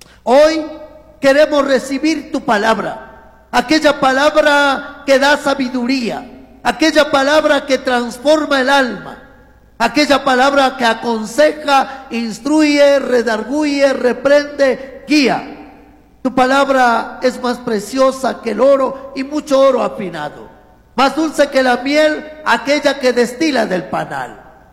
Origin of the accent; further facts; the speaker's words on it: Colta, Chimborazo, Ecuador; now in Cuenca, Ecuador; de La Suay, Cantón Cuenca, en donde Dios me ha permitido servir como pastor. Pero soy de la provincia del Chimborazo, Cantón Colta, Parroquia Santiago de Quito.